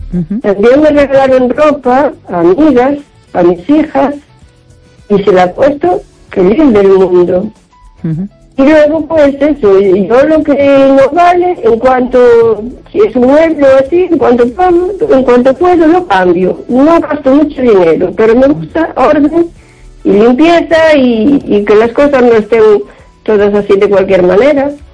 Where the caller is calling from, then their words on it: O Carballiño, Galicia, Spain; de Carballiño.